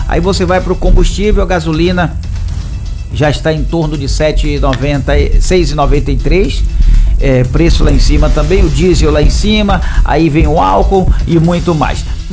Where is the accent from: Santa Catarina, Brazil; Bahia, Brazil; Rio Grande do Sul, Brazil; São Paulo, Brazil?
Bahia, Brazil; Salvador; nascido e criado lá em Paripe